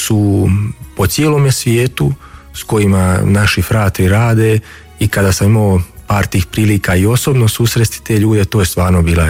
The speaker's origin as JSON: {"language": "Croatian", "area": "Lašva Valley", "region": "Federation of Bosnia and Herzegovina", "country": "Bosnia & Herzegovina", "tie": "born or raised there", "moved": "as an adult", "lives_now": "Münster, Germany", "said": "Sva tri ta mjesta su u srednjoj Bosni, praktično u Lašmanskoj dolini, jako su blizu, to je i moj zavičaj."}